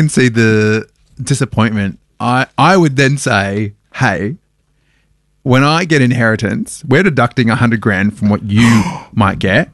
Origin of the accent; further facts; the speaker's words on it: Perth, Western Australia, Australia; I'm originally from Perth.